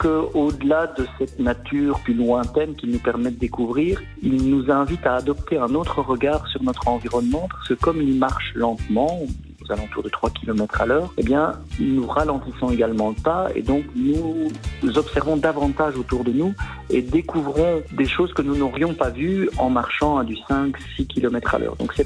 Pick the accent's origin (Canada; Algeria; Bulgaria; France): France; Grand Est; now in Sautour, France; je suis originaire de l'Aube. Ça fait plus de 30 ans maintenant que je suis installé à Sautour, mais au départ, donc, je viens d'Huisneau.